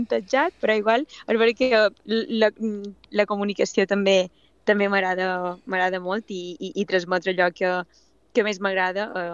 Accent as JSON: {"language": "Catalan", "town": "Pollença", "region": "Balearic Islands", "country": "Spain", "said": "jo som de Pollença"}